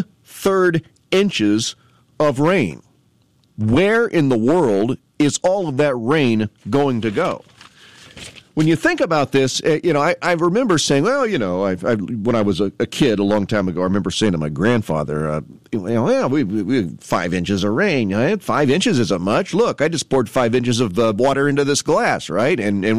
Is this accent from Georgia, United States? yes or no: yes; Canton, Georgia, United States; He is the mayor of my hometown, Canton.